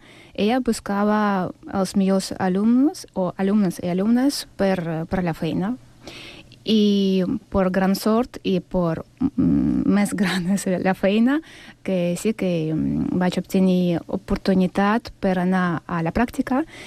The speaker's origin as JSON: {"language": "Catalan", "town": "Simferopol", "region": "Crimea", "country": "Ukraine", "tie": "born or raised there", "also_born_or_lived": "near Kerch, Crimea", "second_language": "Catalan", "moved": "as an adult", "lives_now": "Catalonia, Spain", "said": "recordo la meva infància a Simferopol, a la ciutat."}